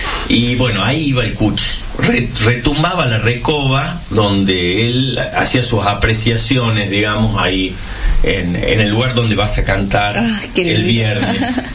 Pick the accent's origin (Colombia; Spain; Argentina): Argentina